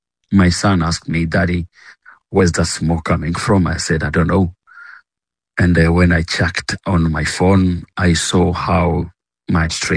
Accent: United Kingdom; If I could allow to join them, I would join the protest because I am a British citize

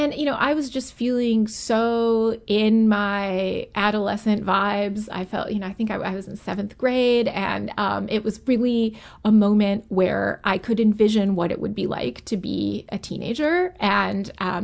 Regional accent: St. Louis, Missouri, United States; my first visit to Powell Hall as a kid growing up in St. Louis.

